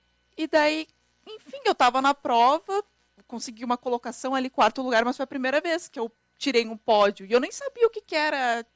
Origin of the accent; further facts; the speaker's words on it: Porto Alegre, Rio Grande do Sul, Brazil; Daí eu decidi fazer em Porto Alegre, que era, enfim, onde eu cresci, né?